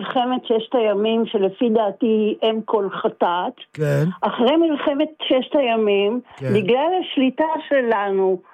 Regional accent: Hatzav, Southern District, Israel; בית הספר היסודי, גדלתי בחצב.

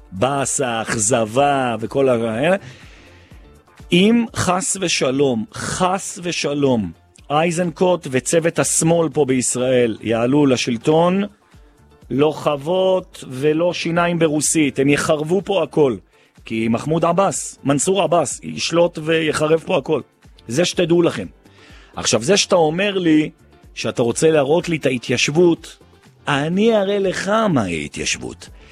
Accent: Jerusalem, Jerusalem District, Israel; born there; אני ירושלמי. אני נולדתי בירושלים והחלום שלי זה להיקבר בירושלים.

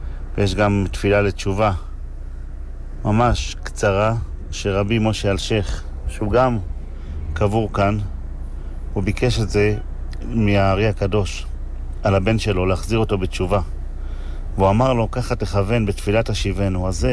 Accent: Safed, Northern District, Israel; בתור ילד שגדל בצפת

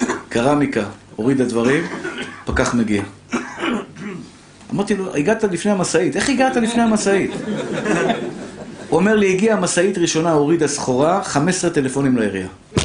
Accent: Tel Aviv, Tel Aviv District, Israel; born there; שנולדתי בשכונת התקווה

